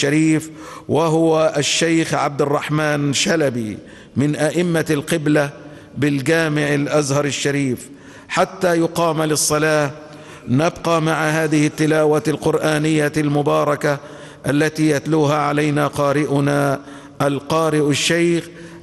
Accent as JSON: {"language": "Arabic", "country": "Egypt", "said": "وأن يحفظ بلدنا مصر من كل مكروه وسوء"}